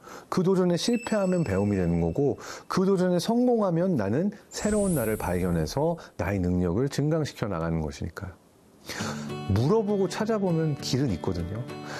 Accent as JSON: {"language": "Korean", "country": "South Korea"}